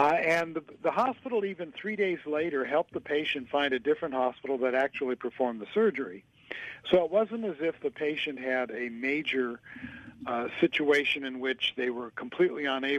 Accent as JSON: {"language": "English", "region": "California", "country": "United States", "said": "I know I'm from California, I know what's happening."}